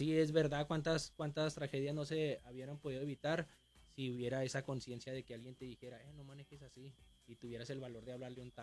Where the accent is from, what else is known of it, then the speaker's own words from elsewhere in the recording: Ciudad Juárez, Chihuahua, Mexico; de donde vengo, de allá de Ciudad Juárez, ajá, o algo, ajá, y ver a la gente ahí en la colonia que, pues, crecí en un lado donde había mucho alcohol y con, uh-huh, mucha gente rebelde